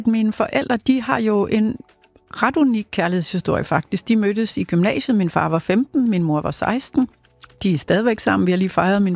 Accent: Copenhagen, Capital Region of Denmark, Denmark; born there; jeg er født på Ringgaard og Møllers fødeklinik på Amager.

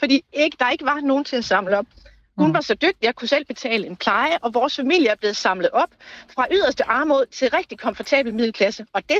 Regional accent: Valby, Capital Region of Denmark, Denmark; Jeg er nu fra Valby, men jeg er på vej til Viborg

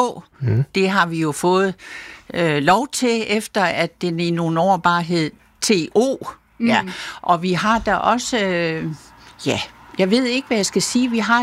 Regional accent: Region of Southern Denmark, Denmark; Ja, nu er jeg jo ikke oprindelig jyde. Jeg kommer fra Fyn

